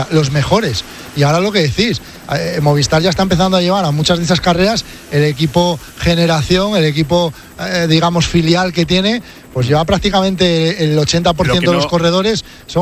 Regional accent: Asturias, Spain; Acordaros hace muchos años, Vuelta a Asturias, allí en mi pueblo.

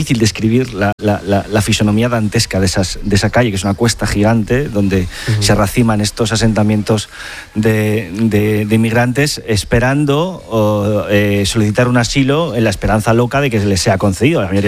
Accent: Spain; es algo de lo que sentirnos orgullosos como españoles.

